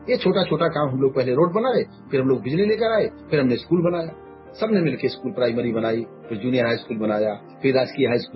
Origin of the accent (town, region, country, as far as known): Banda district, Uttar Pradesh, India; born there; moved away